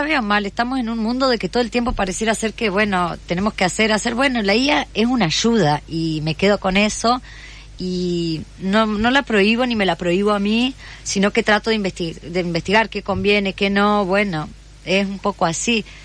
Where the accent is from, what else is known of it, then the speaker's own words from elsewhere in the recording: Argentina; el hecho social que vivimos nosotros como argentinos.